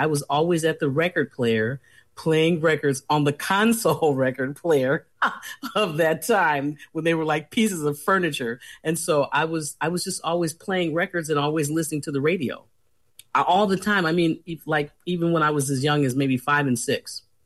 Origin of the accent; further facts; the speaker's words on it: Detroit, Michigan, United States; I am so happy that I was born here in Detroit.